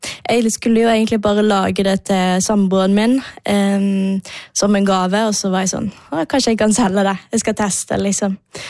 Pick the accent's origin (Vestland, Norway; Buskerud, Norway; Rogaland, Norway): Rogaland, Norway; Stavanger; moved away; når jeg var hjemme i Stavanger